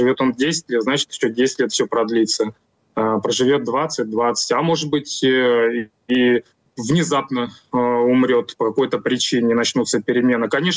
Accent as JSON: {"language": "Russian", "country": "Russia", "moved": "yes", "said": "потому что я сам россиянин, и я до 25-го года жил в России."}